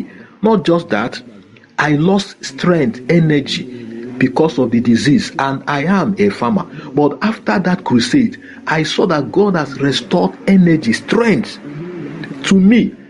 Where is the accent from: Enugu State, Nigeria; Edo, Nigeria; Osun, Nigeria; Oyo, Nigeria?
Enugu State, Nigeria; I am from Nara Onateze in Enugu East local government area of Enugu State, Nigeria.